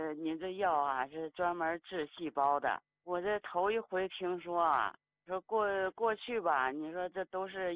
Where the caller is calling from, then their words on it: Hebei, China; 哎，常老师，我是河北的。哎呀，常老师，我今年都80了